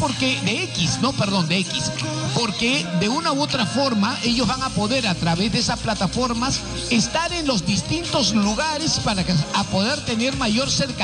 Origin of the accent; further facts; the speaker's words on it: Peru; No, yo soy vivo, porque como soy acá de Perú